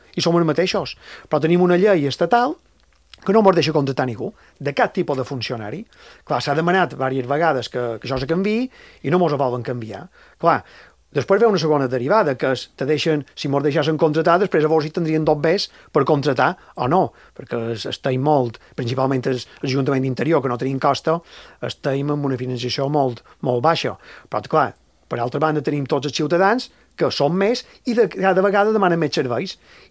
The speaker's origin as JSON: {"language": "Catalan", "town": "Maria de la Salut", "region": "Balearic Islands", "country": "Spain", "said": "Maria de Salut, el meu poble"}